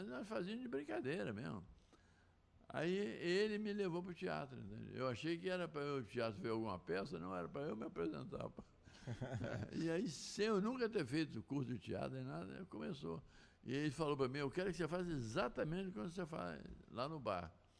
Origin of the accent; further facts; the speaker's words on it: Minas Gerais, Brazil; nós dois somos mineiros.